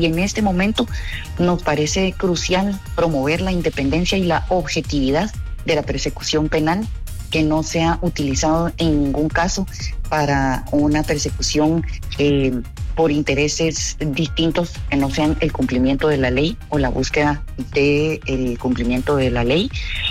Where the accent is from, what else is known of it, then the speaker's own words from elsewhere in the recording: Guatemala; todos como guatemaltecos